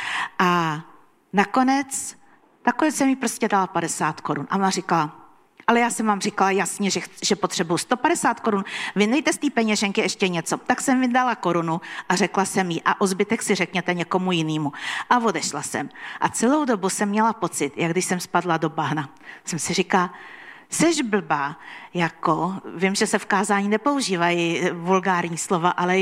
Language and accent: Czech; Prague, Czechia; já jsem z Prahy.